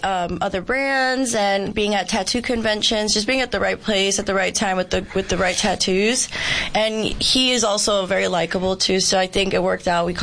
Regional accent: Los Angeles, California, United States; moved away; I'm originally from California.

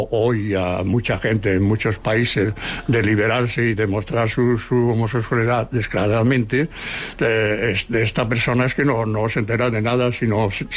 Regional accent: Seville, Andalusia, Spain; now in Barcelona, Spain; cuando vinimos de Sevilla.

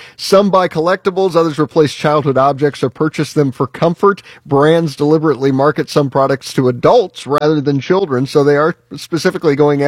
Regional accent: Indiana, United States; growing up in Indiana

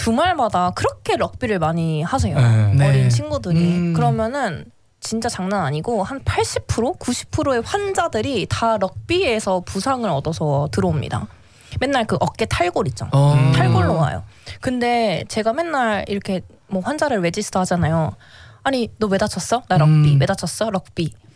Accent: Seoul, South Korea; now in Australia; 저는 서울 사람이어가지고

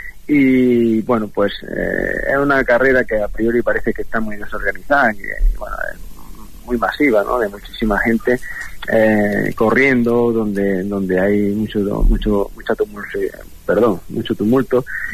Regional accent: Baza, Andalusia, Spain; los que somos de aquí de Baza

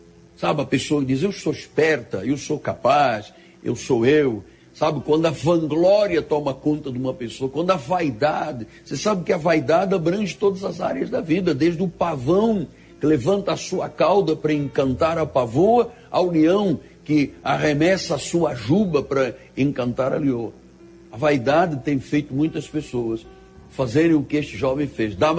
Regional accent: Angola; born there; moved away; Lá em África, em Angola, onde eu nasci

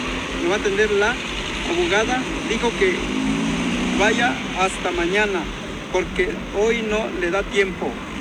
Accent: Chichicapa, Puebla, Mexico; Soy de Chichicapa, Jalpan, Puebla.

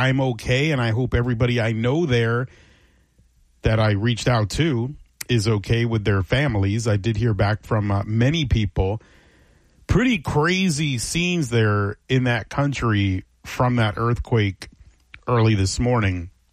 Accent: Miami, Florida, United States; Now, I'm from Miami. I'm not used to earthquakes.

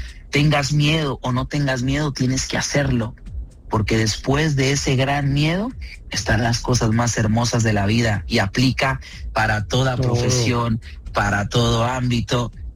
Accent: Mexico; O sea, yo nunca me he presentado en México, en mi tierra.

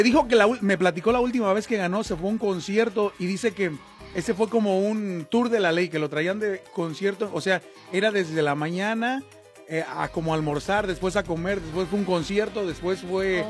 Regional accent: Guerrero, Mexico; Ey, mero, miga, yo soy de Guerrero. Del mero tierra caliente.

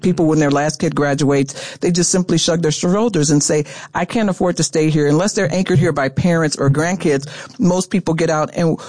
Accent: Chicago, Illinois, United States; born there; because I was born in Chicago.

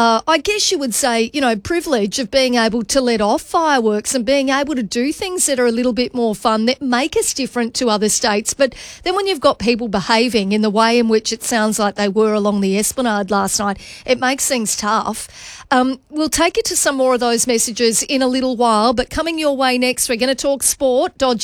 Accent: Mount Isa, Queensland, Australia; also born or lived in Northern Territory; when I moved to the Northern Territory from Queensland, my brothers and I thought it was wild. We loved it. And, you know, we didn't grow up too far over the border in Mount Isa, so we were used to things being pretty wild and woolly.

